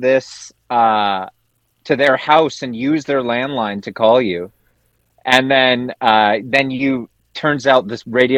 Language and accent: English; Vancouver Island, British Columbia, Canada; moved away as an adult; I hail from Vancouver Island, and like many, I was seeking out larger, greener pastures, and the big city seemed to have more to offer. So I went to Vancouver